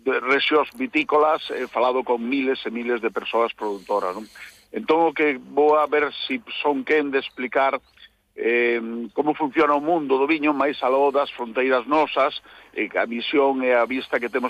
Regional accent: Galicia, Spain; pola miña sangre fluye sangre galega, son galego, penso, ainda que penso en castelán, falo en castelán, me teño que traducir, pero meu pensamento de galego é son galego

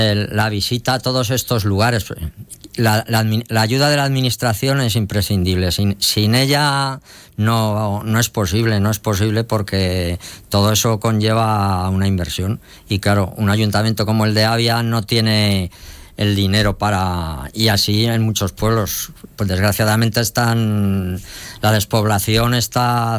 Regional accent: Abia de la Obispalía, Castilla-La Mancha, Spain; por amor a mi pueblo

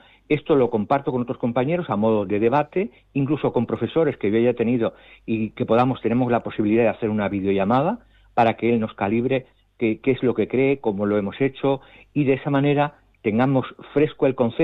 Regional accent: Toledo, Castilla-La Mancha, Spain; en la Comunidad de Castilla-La Mancha, yo soy de Toledo

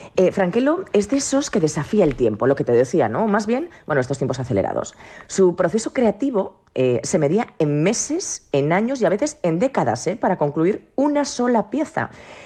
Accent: Zaragoza, Aragon, Spain; yo estoy en Zaragoza, en mi tierra.

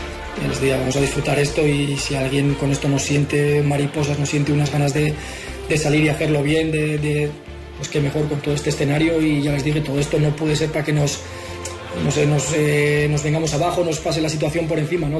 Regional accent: Basque Country, Spain; porque soy vasco cerrado seguramente y metería la pata seguramente porque no sale de mí.

